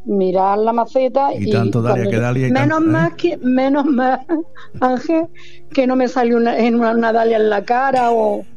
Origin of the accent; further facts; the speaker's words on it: Almería, Andalusia, Spain; born there; now in Granada, Spain; Entonces, yo nací en Almería. Entonces, estoy en Granada, soy granadina de adopción.